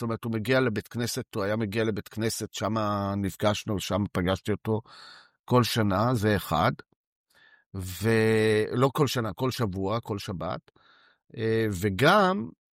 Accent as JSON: {"language": "Hebrew", "town": "Herzliya", "region": "Tel Aviv District", "country": "Israel", "tie": "born or raised there", "said": "אני גדלתי בהרצליה, איפה לא שכן, אבל בוא נגיד גר לידו, ליד הנשיא"}